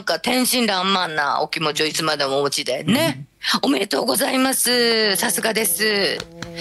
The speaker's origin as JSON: {"language": "Japanese", "region": "Okayama", "country": "Japan", "accent": "Okayama-ben", "said": "で、つい岡山弁が出てすいません。興奮すると出ますね。"}